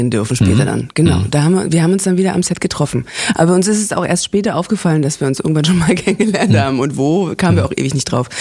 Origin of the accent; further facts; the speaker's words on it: Zossen, Brandenburg, Germany; born there; Im schönen Brandenburg, genau. Andere sagen Paris. Ich bin in Zossen geboren.